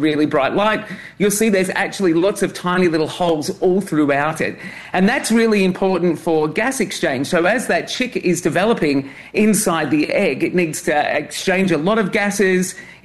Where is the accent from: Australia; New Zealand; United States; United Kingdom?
Australia; my home country of Australia